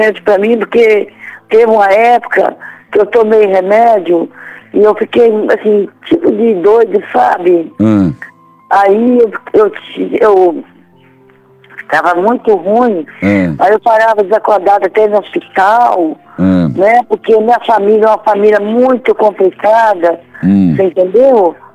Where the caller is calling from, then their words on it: Coronel Fabriciano, Minas Gerais, Brazil; De Coronel Fabriciano